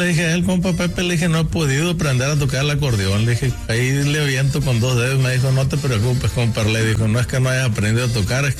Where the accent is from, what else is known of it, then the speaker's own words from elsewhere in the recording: Culiacán, Sinaloa, Mexico; Culiacán, Sinaloa.